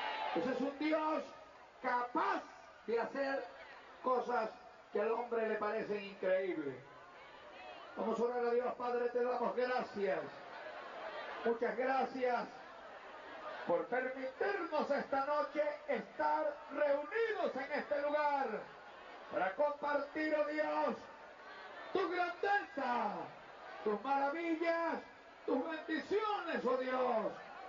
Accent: Altagracia de Orituco, Guárico, Venezuela; A la edad de 14 años, en mi pueblo natal, la ciudad de Altagracia de Olinduco, en el estado Guárico

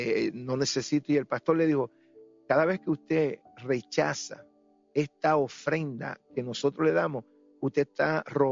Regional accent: Camuy, Puerto Rico; El hermano Gille era maestro de escuela en mi pueblo, en Camuy, en Puerto Rico.

